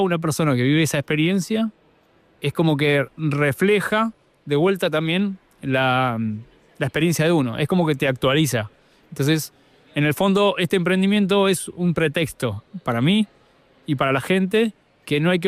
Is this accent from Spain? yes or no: no; Mar del Plata, Buenos Aires Province, Argentina; born there; Soy nacido en Argentina, en Mar del Plata, una ciudad balnearia de costa. y soy nieto de gallegos.